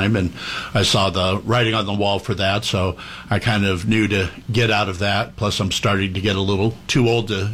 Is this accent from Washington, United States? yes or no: no; Chatsworth, California, United States; I grew up in the San Fernando Valley, born and raised.